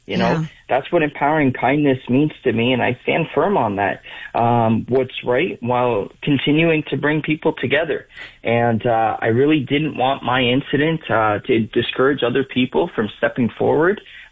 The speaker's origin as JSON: {"language": "English", "town": "Windsor", "region": "Ontario", "country": "Canada", "moved": "as an adult", "lives_now": "Lakeshore, Canada", "said": "I'm from Windsor, Essex."}